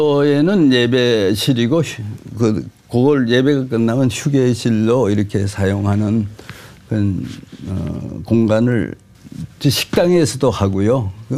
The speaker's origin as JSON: {"language": "Korean", "town": "Taebaek", "region": "Gangwon", "country": "South Korea", "tie": "born or raised there", "also_born_or_lived": "Seoul", "moved": "as an adult", "said": "제 고향은 강원도라고 그러는 거죠. 태백이라고. 단광촌에서 태어나서 거기서 초중고 다 나오고"}